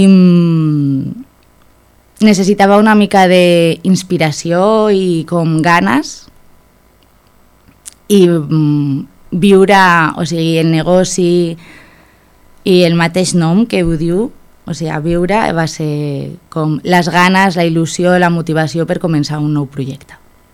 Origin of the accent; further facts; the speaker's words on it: Madrid, Community of Madrid, Spain; Catalan is a second language; also born or lived in Valladolid / Barcelona; now in Argentona, Spain; Jo sóc de Madrid, vaig viure molt temps de la meva vida a Valladolid i bueno, vaig fer un Erasmus a Itàlia